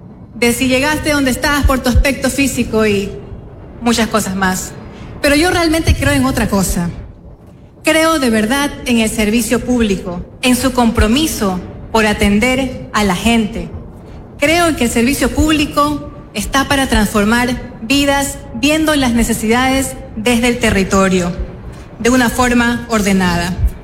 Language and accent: Spanish; Guayaquil, Guayas, Ecuador